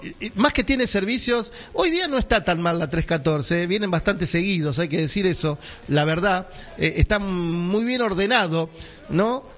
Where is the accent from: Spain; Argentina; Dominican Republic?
Argentina; Boulogne, Buenos Aires Province; Nosotros somos de Boulogne, pero venimos a trabajar acá